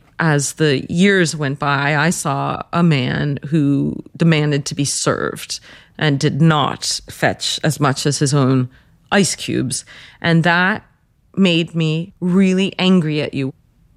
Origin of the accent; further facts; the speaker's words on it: Greenwich, Connecticut, United States; What I saw growing up in Greenwich, Connecticut in the 80s and 90s